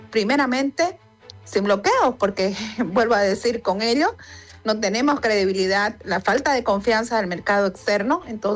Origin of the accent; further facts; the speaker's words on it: Bolivia; como bolivianos, primero concienciarnos de conocer lo que es nuestro país